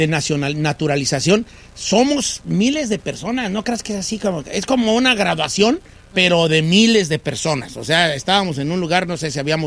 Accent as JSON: {"language": "Spanish", "country": "Mexico", "moved": "yes", "lives_now": "United States", "said": "Seamos muy mexicanos, somos muy mexicanos."}